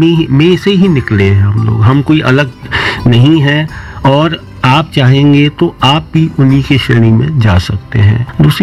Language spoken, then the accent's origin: Hindi; Faridabad, Haryana, India; born there; मैं फरीदाबाद का ही निवासी हूँ